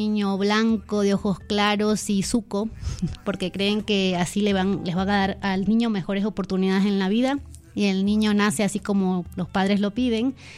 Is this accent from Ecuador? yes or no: yes; Ecuador; moved away as an adult; now in Madrid, Spain; yo quiero hacer siempre historias aquí en mi país, voy a hacerlo siempre, aunque actualmente vivo en España, siempre volveré.